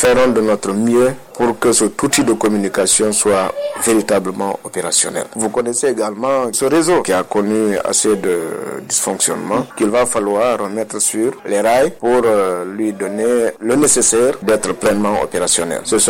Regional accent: Gaoual, Boké, Guinea; born there; Je ne suis pas venu à Gawal, je suis né à Gawal, mes parents aussi.

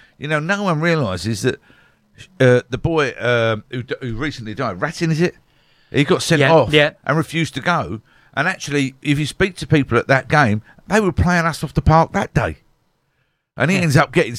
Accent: Upminster, London, United Kingdom; Yeah, it's … because I grew up in Upminster.

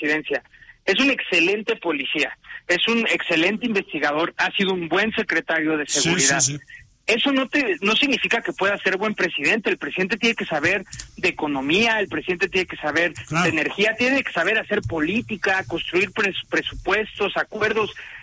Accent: Mexico; el hecho de que como mexicanos le estemos dando como el pase automático, a mí parece muy poco exigente

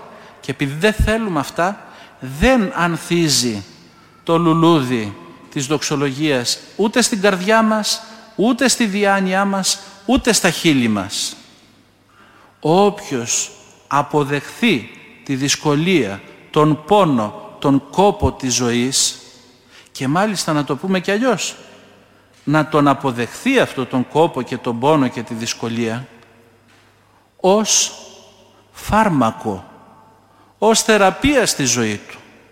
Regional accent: Peloponnese, Greece

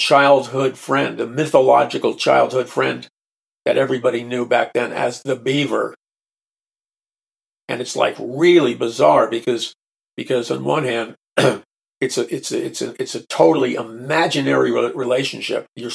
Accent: New York City, New York, United States; moved away; And I grew up in New York City, so it was a long way from home.

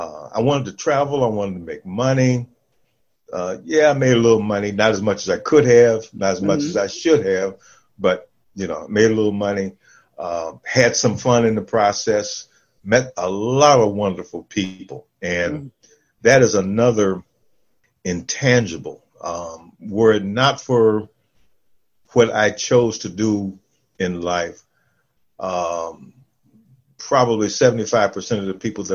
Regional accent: Detroit, Michigan, United States; Growing up in Detroit, when I grew up in Detroit, your options, the things we wanted to do was to be good in sports or join Motown.

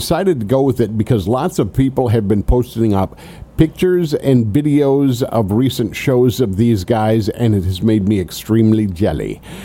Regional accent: Mount Pleasant, Michigan, United States; I'm not from Detroit. I'm from Mount Pleasant, which is way like 2.5-3 hours north of Detroit

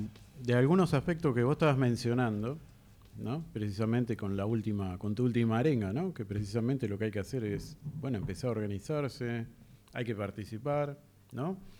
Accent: Argentina

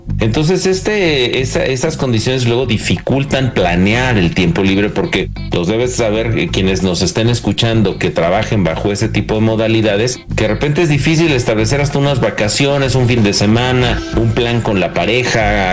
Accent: Mexico; quiénes somos como mexicanas y mexicanos

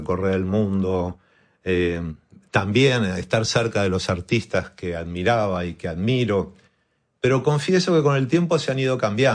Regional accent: Buenos Aires, Argentina; Siempre venir a París para mí es un hito. O sea, vivo muy lejos. Como bien sabes, soy de Buenos Aires.

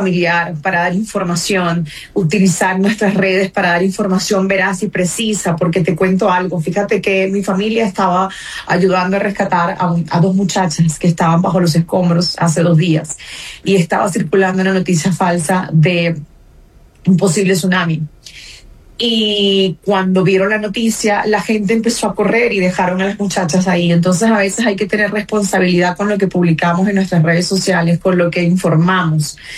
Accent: Mexico; con los rescatistas que han estado mandando ayuda a mi país, que ya están en mi país salvando vidas.

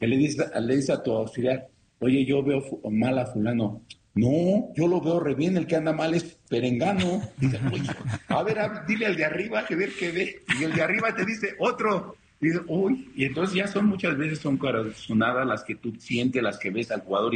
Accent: Mexico; esto éramos los mexicanos

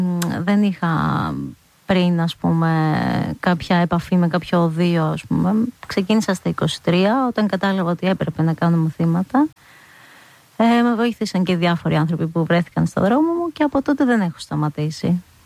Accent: Epirus, Greece; Μεγάλωσα με ηπειρώτικη μουσική, γιατί μεγάλωσα στην Ήπειρο. Είμαι ηπειρώτησα.

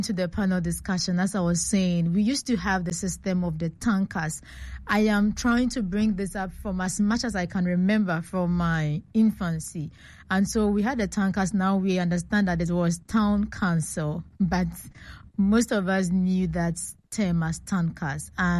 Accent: Koforidua, Eastern Region, Ghana; And that is where I grew up at Koforidua in the Eastern region

